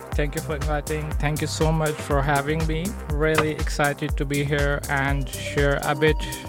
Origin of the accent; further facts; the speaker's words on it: Pakistan; now in Berlin, Germany; Growing up in Pakistan, music was always around me in a different forms.